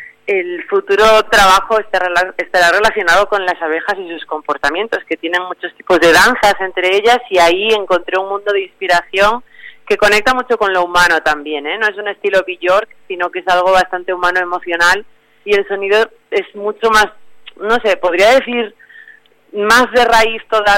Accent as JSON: {"language": "Spanish", "region": "Galicia", "country": "Spain", "tie": "born or raised there", "said": "Me crié en la zona de mar, soy de la Ría de Arousa, y al final me crié viendo el mar, me crié mirando las mariscadoras."}